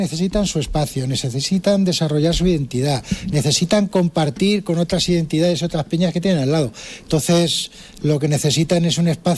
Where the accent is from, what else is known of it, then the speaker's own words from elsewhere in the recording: Arcas, Castilla-La Mancha, Spain; Yo siempre digo, somos de Arcas, vivimos en Arcas, estamos en Arcas. Y para nosotros Arcas es una localidad, un pueblo, por el volumen de población, aunque sean 2.600, pero seguimos siendo un pueblo.